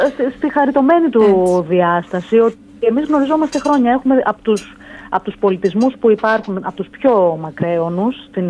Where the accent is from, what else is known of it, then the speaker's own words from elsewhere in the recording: Greece; Τους έλεγα ότι είμαι από Ελλάδα